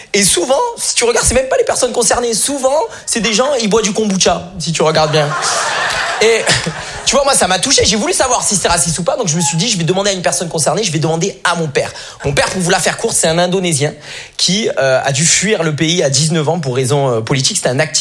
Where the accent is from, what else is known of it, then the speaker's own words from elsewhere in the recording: France; born there; also born or lived in Germany; je suis né en Allemagne, voilà. Et là-bas, tu peux choisir entre le nom du père et le nom de la mère. Ma mère, française, elle savait que j'allais être éduquée en France.